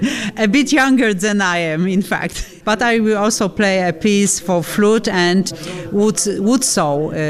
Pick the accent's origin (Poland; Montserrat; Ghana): Poland; Katowice, Silesian Voivodeship; I'm not from Warsaw. I'm from Silesia, Katowice.